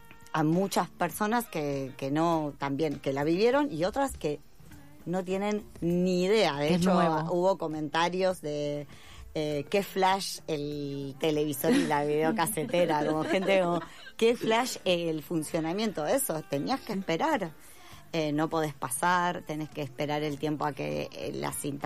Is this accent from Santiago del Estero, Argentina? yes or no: no; Chivilcoy, Buenos Aires Province, Argentina; now in Buenos Aires, Argentina; Mi mamá vive en Chivilcoy, yo soy de Chivilcoy, provincia de Buenos Aires.